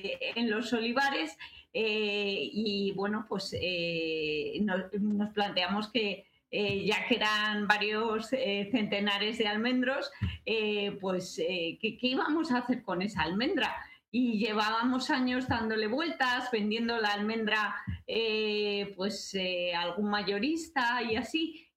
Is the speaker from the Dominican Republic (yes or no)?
no; Guadalajara, Castilla-La Mancha, Spain; aquí en Castilla, porque nosotras somos de Guadalajara y somos de Castilla